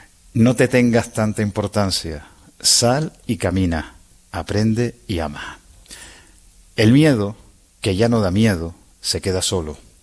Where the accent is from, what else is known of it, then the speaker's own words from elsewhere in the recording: Canary Islands, Spain; Yo, ya no como canario, te hablo como escritor